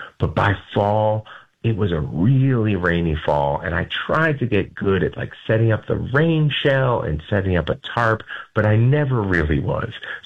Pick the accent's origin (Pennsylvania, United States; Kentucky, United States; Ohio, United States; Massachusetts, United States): Massachusetts, United States; Boston; So I was raised in the Catholic Worker, which is a great organization, still works to this day. And I was raised in inner city Boston.